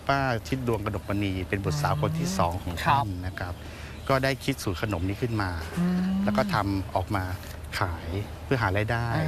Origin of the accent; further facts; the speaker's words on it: Bangkok, Thailand; moved away as an adult; จริงๆแล้วพี่โตที่กรุงเทพ